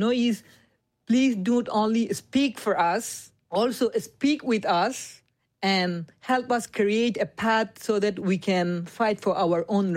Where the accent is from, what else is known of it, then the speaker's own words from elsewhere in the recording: Myanmar; now in United States; so I don't have a citizenship, still I am from Burma. And in my immigration status, it's recorded that I am from Burma.